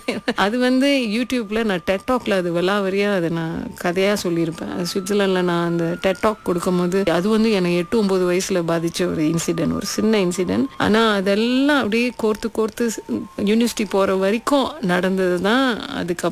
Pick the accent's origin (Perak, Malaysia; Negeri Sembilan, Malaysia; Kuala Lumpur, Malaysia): Kuala Lumpur, Malaysia; நான் பிறந்து வளர்ந்ததெல்லாம் செந்தூரில் தான். இப்போ செந்தூர்னாலே எல்லாரும் சொல்லிடுவாங்க, யூனிவர்சிட்டி போகும்போது ஐயோ செந்தூலா அதெல்லாம் பயங்கரமான இடமாச்சே அப்படின்னுலாம் நிறையா பேர் சொல்லியிருக்காங்க.